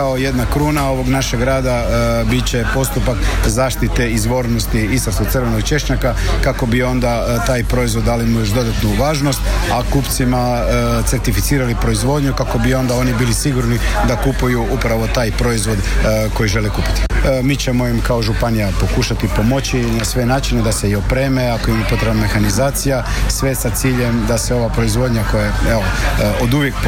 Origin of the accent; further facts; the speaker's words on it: Istria County, Croatia; kod nas u Istri